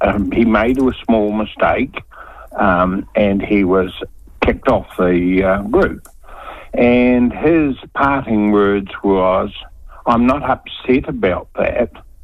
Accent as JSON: {"language": "English", "region": "Southland", "country": "New Zealand", "said": "I'm the director, one of the directors from the deep south. I come from Southland."}